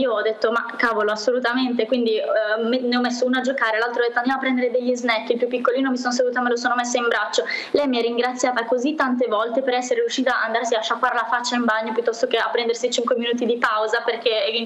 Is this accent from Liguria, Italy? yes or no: yes; Ospedaletti, Liguria, Italy; moved away as an adult; now in Dubai, United Arab Emirates; Poi ospedaletti è il mio paesino da sempre, quindi io lì ho le mie radici e lì mi sento sempre di tornare a casa, nonostante ormai casa sia stata in tanti posti differenti, e essendo che la mia famiglia abita lì